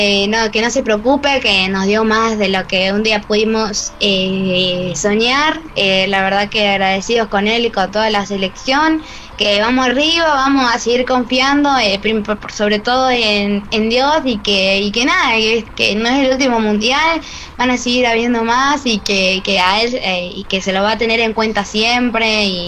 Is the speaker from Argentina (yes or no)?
yes; Argentina; todos como argentinos